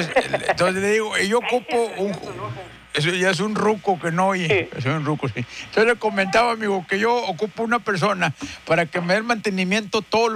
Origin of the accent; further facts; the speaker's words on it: Linares, Nuevo León, Mexico; Yo soy de Linares, oiga.